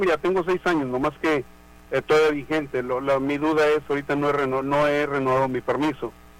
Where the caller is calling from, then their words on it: Mexico; vivo en México.